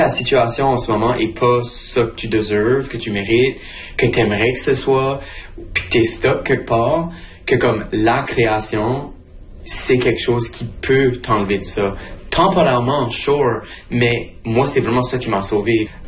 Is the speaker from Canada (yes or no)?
yes; Acadia, Canada; accent: Acadian; now in Montreal, Canada; Moi, j'amène mon acadienneté avec moi, là.